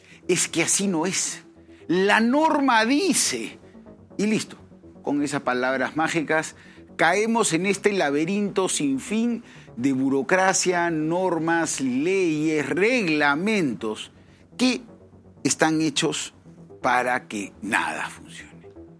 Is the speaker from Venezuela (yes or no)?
no; Peru; nuestras posibilidades como peruanos